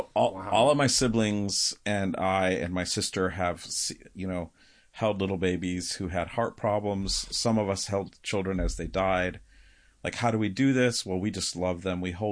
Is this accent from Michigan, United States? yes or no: yes; Michigan, United States; So I'm from, if you're on the radio, you can't see me, but I'm holding up my hand as a true Michigander because this is how we use body parts for directions.